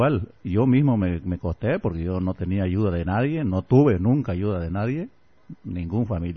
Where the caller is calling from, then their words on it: San Pedro, Beni, Bolivia; De San Pedro.